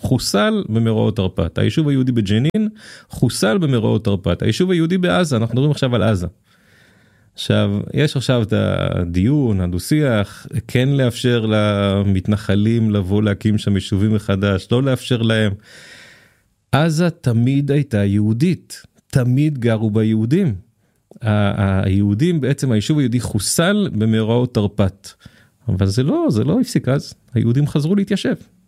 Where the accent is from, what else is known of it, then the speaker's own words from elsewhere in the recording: Petah Tikva, Central District, Israel; אני גדלתי בפתח תקווה שכונת אין גנים.